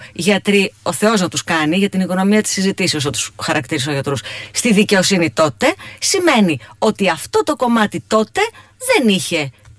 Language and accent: Greek; Drymonas, Western Greece, Greece; τσάτρα-πάτρα που λένε και στο χωριό μου, στο Δρυμόνα Ετωλοκαρνανίας?